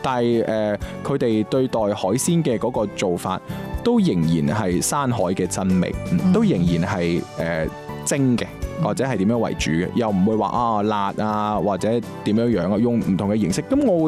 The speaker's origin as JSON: {"language": "Cantonese", "region": "Guangdong", "country": "China", "said": "咁就你知道我哋廣東人噶啦"}